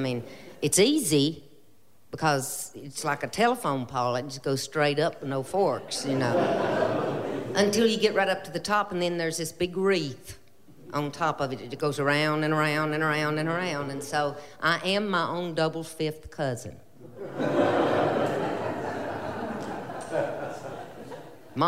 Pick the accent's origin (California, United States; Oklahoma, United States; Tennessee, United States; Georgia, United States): Tennessee, United States; Greeneville; born there; moved away; also born or lived in Western North Carolina; I was born in Greenville, Tennessee at the Tacoma Medical Center